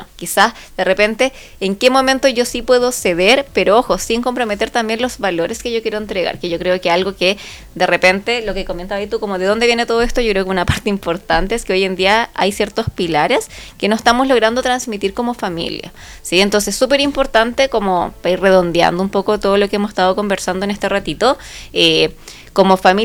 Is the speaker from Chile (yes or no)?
yes; Chile; now in Santa Cruz, Chile; somos chilenos.